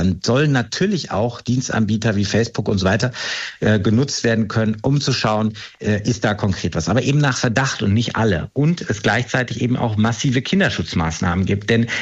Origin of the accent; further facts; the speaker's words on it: North Rhine-Westphalia, Germany; Ich komme aus Nordrhein-Westfalen